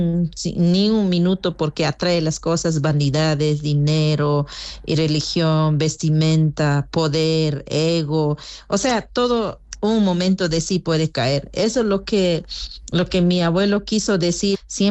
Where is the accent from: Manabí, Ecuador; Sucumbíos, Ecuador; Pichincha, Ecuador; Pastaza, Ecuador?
Pastaza, Ecuador; Yo soy Huaorani de Pastaza por el sur. Yo siempre escuchaba desde niña hasta adolescencia que el norte de la Amazonía